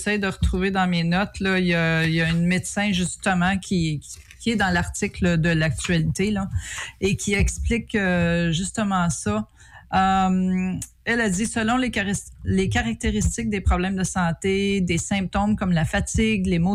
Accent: Gatineau, Quebec, Canada; Mon coin de pays à Gatineau

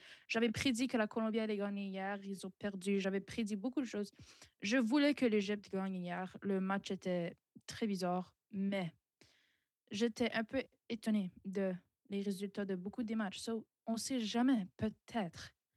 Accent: Morocco; même si que je suis marocaine et que j'adore mon pays.

